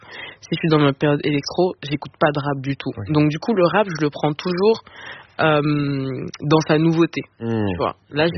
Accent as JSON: {"language": "French", "region": "south of France", "country": "France", "said": "Et je suis une sudiste, donc on y est tous un peu passés"}